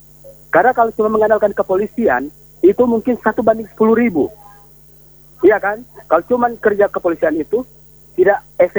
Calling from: Motoling, North Sulawesi, Indonesia; Saya dari Kelis, dari Motoling, Kabupaten Minahasa Selatan.

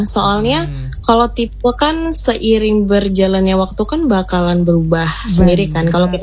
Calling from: Lampung, Indonesia; aku asalnya asli dari Lampung. Terus tuh umur aku 21 tahun

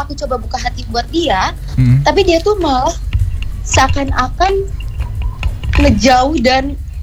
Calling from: Lampung, Indonesia; Asal aku dari Pesawaran.

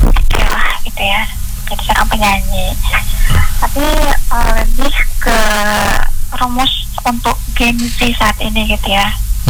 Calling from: Maluku, Indonesia; Saya dari Indonesia, Maluku Tengah, Pulau Serang.

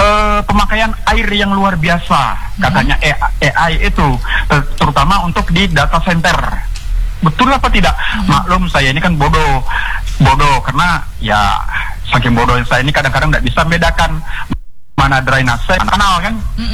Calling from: East Kalimantan, Indonesia; kita warga Kabupaten Kutai Barat

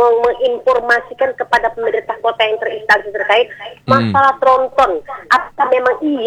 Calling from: Indonesia; saya bukan warga di sana, saya warga Dr. Wahidin.

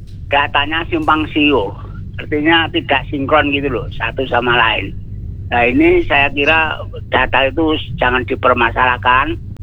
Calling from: Central Java, Indonesia; kehidupan di Wonogiri itu hampir sama dengan daerah saya Jumapolo.

